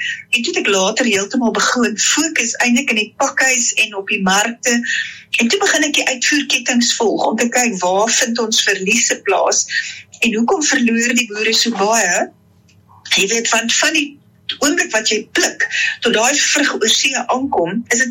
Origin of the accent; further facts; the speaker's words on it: Johannesburg, Gauteng, South Africa; born there; also born or lived in Stellenbosch; now in Pretoria, South Africa; En ek het op in Stellenbosch gebore, ek het in Johannesburg skool gegaan, en toe op na Stellenbosch gaan studeer, teruggekom by Pretoria Universiteit toe